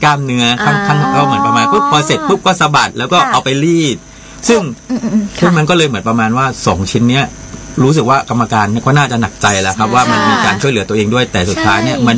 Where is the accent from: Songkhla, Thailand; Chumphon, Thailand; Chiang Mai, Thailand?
Songkhla, Thailand; เพราะเรามาจากสงขลาเหมือนกัน